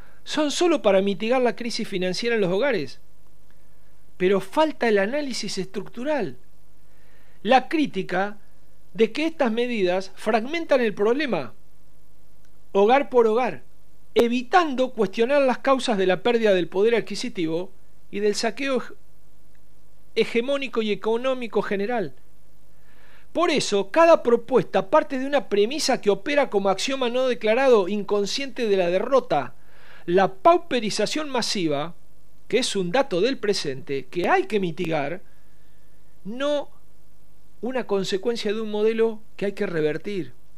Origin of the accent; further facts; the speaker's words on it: Argentina; mi Argentina